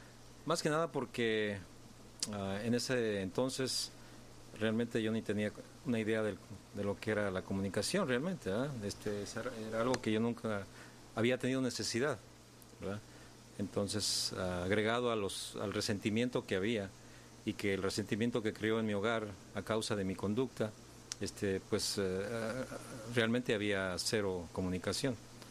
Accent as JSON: {"language": "Spanish", "country": "Mexico", "moved": "yes", "lives_now": "Chicago, United States", "said": "Soy mexicano y al igual que mi esposa, llevo muchos años radicado en Chicago, 1968 para ser exactos."}